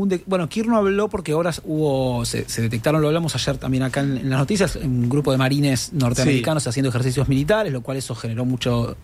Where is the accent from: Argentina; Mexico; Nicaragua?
Argentina